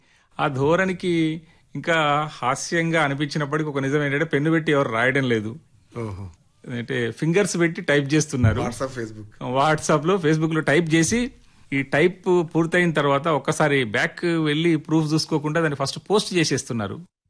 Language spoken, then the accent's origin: Telugu; Chityal, Telangana, India; నేను 3 సంవత్సరాల వయసున్నప్పుడు మా నాన్నగారు చనిపోవడం వల్ల నేను మా సొంత ఊరు కల్లోనికుంటలో ఉండడానికి అవకాశం లేక బతుకు తెరువు కోసం మా అమ్మ నన్ను తీసుకుని చిట్యాల గ్రామానికి వలస వచ్చారు.